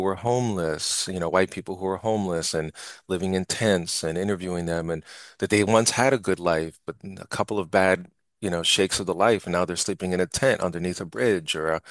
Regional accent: New York, United States; moved away; also born or lived in Pennsylvania; being born and raised in New York, but then spending time in Pennsylvania and spending time throughout the country.

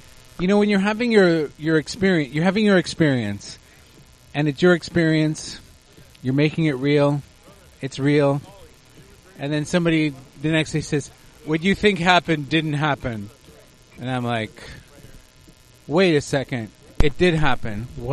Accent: Quebec, Canada; born there; Even though I was born in Quebec.

